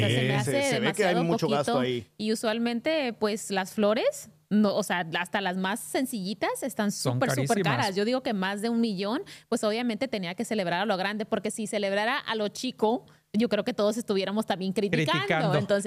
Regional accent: Mexico; Como buen mexicano, nosotros aunque

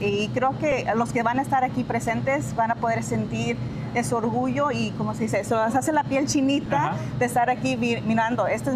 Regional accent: Los Angeles, California, United States; born there; yo nací aquí en Los Ángeles. Aquí estamos al lado de, todavía 7 millas de mi casa.

